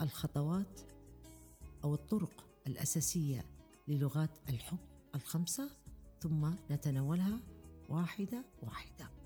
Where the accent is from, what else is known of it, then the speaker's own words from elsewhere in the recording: Libya; يمكن أن نحن كمجتمع ليبي خاصة يعني أن نغير بعض التصرفات